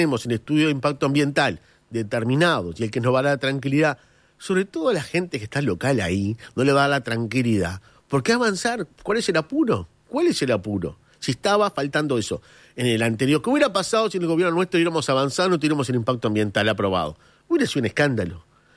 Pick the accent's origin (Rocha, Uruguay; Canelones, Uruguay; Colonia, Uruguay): Canelones, Uruguay; San Ramón; Yo me crié en el río Santa Lucía, me crié en San Ramón Canelones, a la orilla del río Santa Lucía.